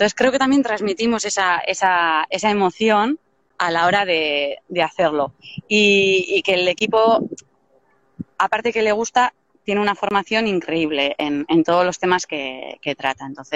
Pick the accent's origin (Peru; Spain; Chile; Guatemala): Spain; Deba, Basque Country; also born or lived in Mutriku; yo nací en Deva y casi todo el tiempo lo estoy en Zumaya.